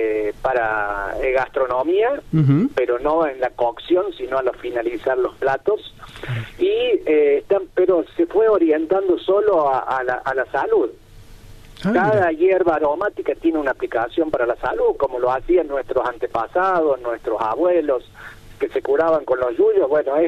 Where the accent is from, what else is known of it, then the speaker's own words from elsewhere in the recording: Río Tercero, Córdoba, Argentina; now in Villa de Soto, Argentina; Mira, en realidad yo soy originario de Río Tercero, bueno, allá me crié y estudié. Y bueno, allá viví con mis padres.